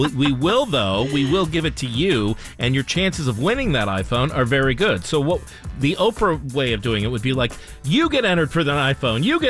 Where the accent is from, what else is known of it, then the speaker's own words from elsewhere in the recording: Highland Park, Illinois, United States; also born or lived in Los Angeles; Chicagoland. I'm from Chicagoland. Thank you. We lived in L.A. for many years, settled back in the Midwest to raise our kids.